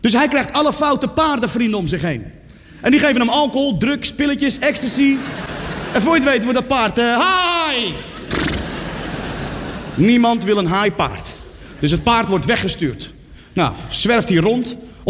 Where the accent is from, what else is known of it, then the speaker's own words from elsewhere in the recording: Netherlands; ik kom uit Nederland, daar heb je geen zwerfpaarden.